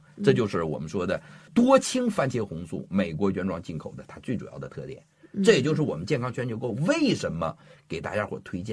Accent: China; 我特别赞同这句话，而且这也是我们中国人的优良传统。

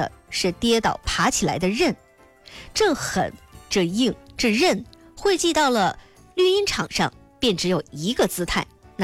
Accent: Northeast China, China; 我们东北人的血性，是白山黑水间养出来的一股劲儿

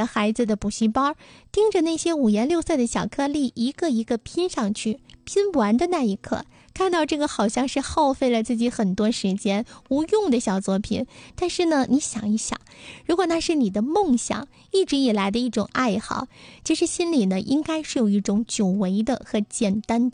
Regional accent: Northeast China, China; accent: Northeastern (Dongbei) dialect; 我们东北话

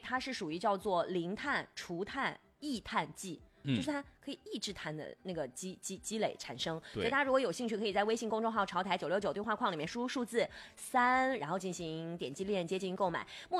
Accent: Inner Mongolia, China; moved away as an adult; 啊，你是内蒙人，你一个人，你家在江西南昌有亲戚吗？然后我说没有，我大学来这上课。

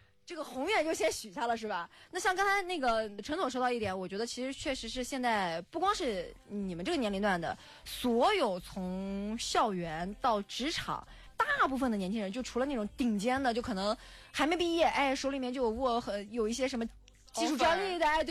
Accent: Bengbu, Anhui, China; 我们不是小县城，我们是皖北中心城市，咱不是县城哈，正儿八经地级市。我们1947年就设市了。

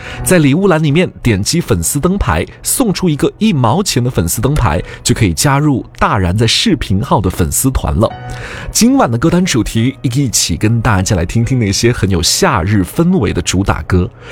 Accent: Guangdong, China; 因为我也是在广东长大的。

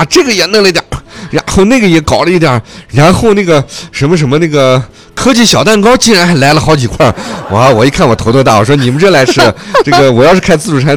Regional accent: China; 真的我是那块长大的孩子啊

